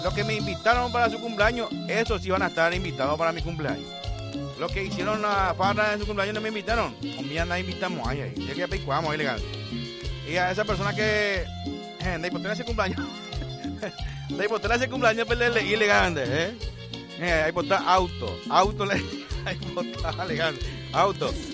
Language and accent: Spanish; Paraguarí, Paraguay; now in Asunción, Paraguay; Yo soy de Paraguarí, pero estoy por Asunción ya hace 28 años.